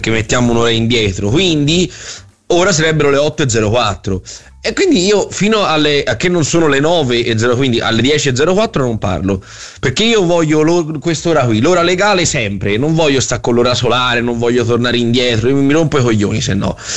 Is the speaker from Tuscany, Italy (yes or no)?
yes; Florence, Tuscany, Italy